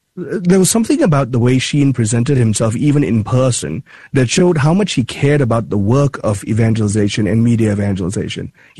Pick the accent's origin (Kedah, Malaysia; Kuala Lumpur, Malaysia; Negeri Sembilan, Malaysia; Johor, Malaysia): Kuala Lumpur, Malaysia; I'm from Kuala Lumpur, Malaysia.